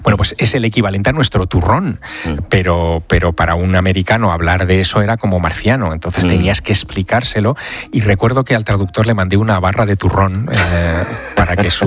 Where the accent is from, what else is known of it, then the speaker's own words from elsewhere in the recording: Teruel, Aragon, Spain; Vas a contar a mí que soy de Teruel, que el territorio me lo conozco mucho